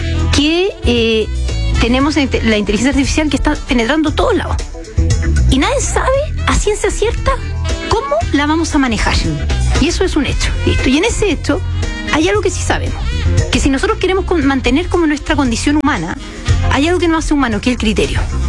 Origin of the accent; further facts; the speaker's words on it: Chile; lo que somos como chilenos y lo que es Chile